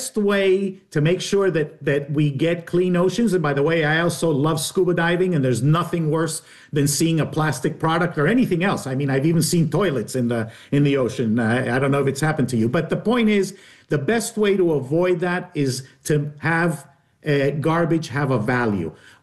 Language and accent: English; Colombia; I'm originally from Colombia.